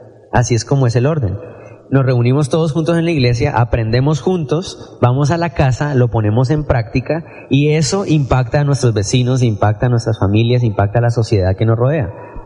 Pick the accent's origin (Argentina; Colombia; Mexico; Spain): Colombia; Cali, Valle del Cauca; Los cristianos somos primero de Dios y después colombianos, primero de Dios y después caleños.